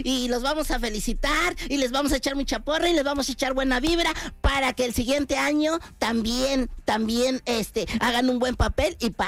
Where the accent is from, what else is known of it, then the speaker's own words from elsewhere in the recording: Mexico; Parezco francés, pero soy mexicano.